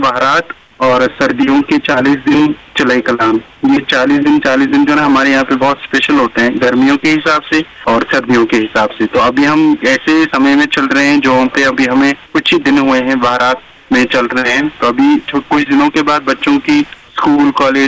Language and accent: Hindi; Jammu and Kashmir, India; तो हम कश्मीरी लोग भी जैसे आपके वहाँ पे आते हैं घूमने, हम भी यहाँ घूमने निकलते हैं